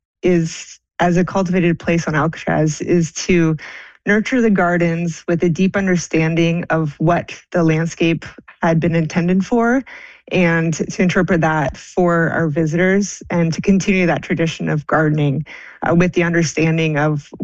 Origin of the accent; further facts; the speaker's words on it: Chepstow, Ontario, Canada; Yeah, I'm actually from Canada in a very rural town of 200 people called Chepstow, Ontario, up by Lake Huron.